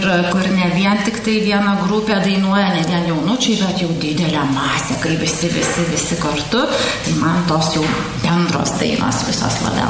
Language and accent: Lithuanian; Utena, Utena County, Lithuania; visi matys, kad mes iš Utenos, kad mes atstovaujam Uteną.